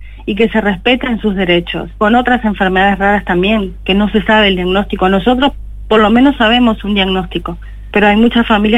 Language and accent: Spanish; Uruguay; moved away as an adult; now in Spain; Yo soy enfermera, soy de Uruguay, hace 25 años que estoy en España.